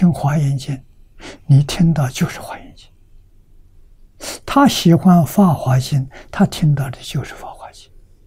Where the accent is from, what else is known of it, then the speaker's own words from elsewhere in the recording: China; 这是我们中国人所谓的感动天地。